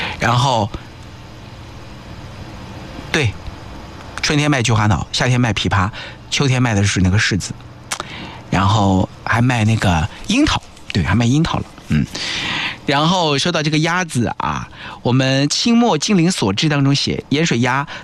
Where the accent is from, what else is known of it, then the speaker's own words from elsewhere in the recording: Nanjing, Jiangsu, China; 依然是我们南京人最寻常也是最温情的日常